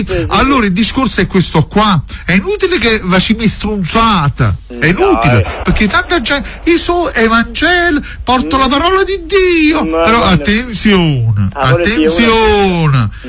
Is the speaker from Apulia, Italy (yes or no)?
no; Torre del Greco, Campania, Italy; born there; Io sono nato a Torre del Greco. Torre del Greco mi ha apprezzato tanto, mi ha voluto bene. Napoli mi ama, Caserta mi ama